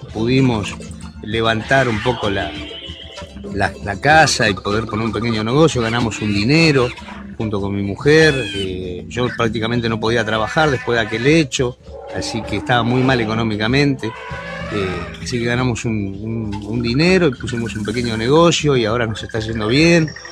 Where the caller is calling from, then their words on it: Río Negro, Argentina; yo soy de Río Negro.